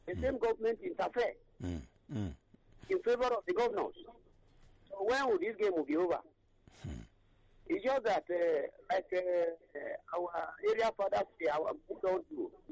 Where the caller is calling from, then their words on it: Kogi, Nigeria; I myself, I'm from Kogi.